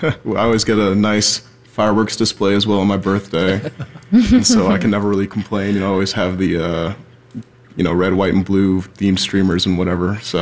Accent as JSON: {"language": "English", "town": "Shaker Heights", "region": "Ohio", "country": "United States", "tie": "born or raised there", "lives_now": "University Heights, United States", "said": "I am 19 years old. I do not have a political affiliation. I grew up in Shaker Heights and now actually reside in University Heights."}